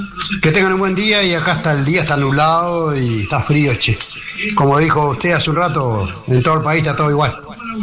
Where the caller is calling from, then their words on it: Cipolletti, Río Negro, Argentina; Te escucho acá en Chipoletti